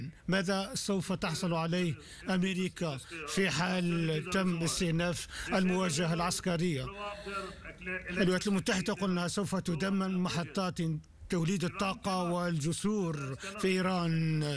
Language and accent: Arabic; Pakistan; أنا كباكستاني أفتخر بأن حكومة بلادي بذلت هذه الجهود،